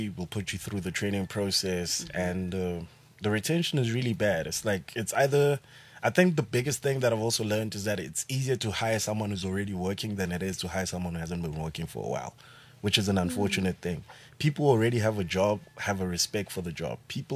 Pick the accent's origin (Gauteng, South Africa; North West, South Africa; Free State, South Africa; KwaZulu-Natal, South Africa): Gauteng, South Africa; Soweto; I grew up in Soweto.